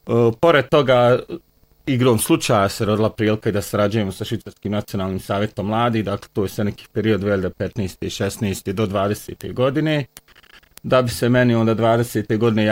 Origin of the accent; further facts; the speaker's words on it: Zenica, Zenica-Doboj Canton, Bosnia & Herzegovina; Kako sam rođen odrastao u Zenici